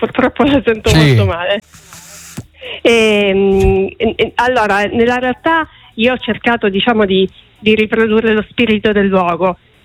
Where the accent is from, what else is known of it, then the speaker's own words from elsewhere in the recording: Palmi, Calabria, Italy; ho scavallato lo stretto di Messina, in questo caso sono tornata al luogo in cui ero nata, quindi Palmi è il mio paese di origine, ma nello specifico si tratta di un borgo di pescatori che fa parte di questo paese, ma che allo stesso tempo è molto distante